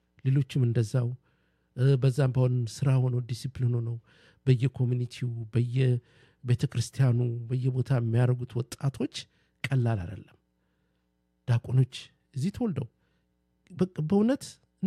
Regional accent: Dire Dawa, Ethiopia; born there; አብረን ሄደን ወክ የሚወጣው ድሬዳዋ ማታ ነበር። ረመዳን ጊዜ ድባቡ ለየት ያለ ነው እና አሁን ቁጭ በይ ሳይሆን እንኳን እዛ ተወለድኩ አልኩኝ።

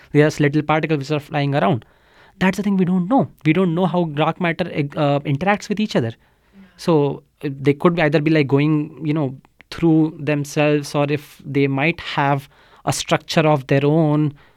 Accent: India; moved away; I grew up in India.

